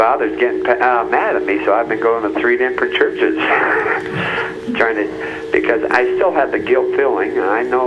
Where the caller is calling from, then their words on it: Pueblo, Colorado, United States; I'm from Pueblo, Colorado.